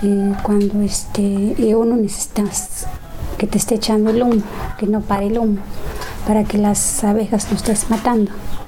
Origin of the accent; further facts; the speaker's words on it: Nuevo Chintipán, Veracruz, Mexico; soy de Nuevo Chintipán.